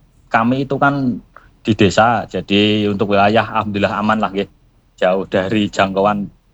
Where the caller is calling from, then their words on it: Brebes, Central Java, Indonesia; Ini kami melaporkan dari kami di Brebes ini, ya. Desa kami itu adalah Desa Sridadi. Kebetulan desa ini berada di lereng Gunung Slamet, di kisaran ketinggian sekitar lebih kurang 1000 meter ya. 1000 meter di atas permukaan laut.